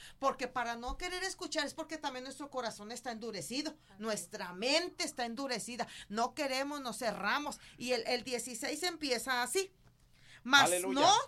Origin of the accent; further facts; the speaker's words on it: Pesquería, Nuevo León, Mexico; born there; allá a Pesquería, donde yo nací.